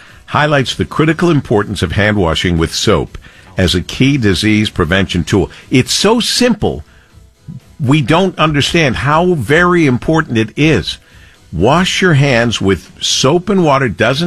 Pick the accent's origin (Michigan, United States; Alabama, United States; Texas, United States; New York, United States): Michigan, United States; Monroe; See, it was easy growing up in Monroe.